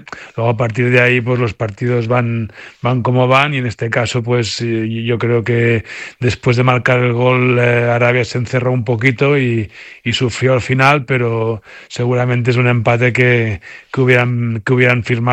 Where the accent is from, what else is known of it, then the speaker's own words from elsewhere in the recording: Spain; porque siendo español, pero también teniendo muchos amigos y trabajando aquí, es complicado.